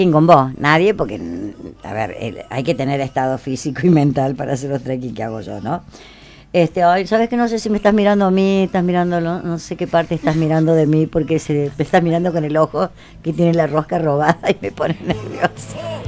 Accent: Villa Mercedes, San Luis, Argentina

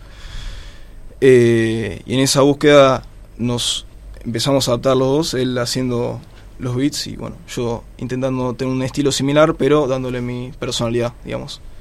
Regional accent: Burzaco, Buenos Aires Province, Argentina; Yo soy de Bursaco, en realidad.

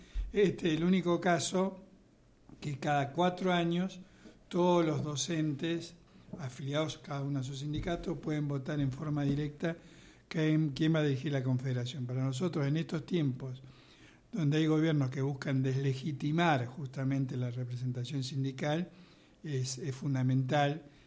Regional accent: San Carlos de Bariloche, Río Negro, Argentina; yo soy de Bariloche

